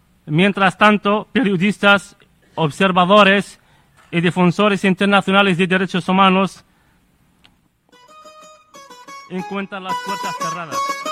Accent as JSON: {"language": "Spanish", "country": "Western Sahara", "said": "En el Sáhara Occidental ocupado, vivimos bajo una fuerte presencia militar y policial."}